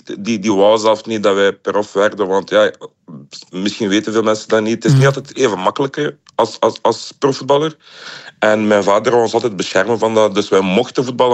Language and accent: Dutch; Belgium; born there; Ik ben een Belg ook, ja, ik ben hier geboren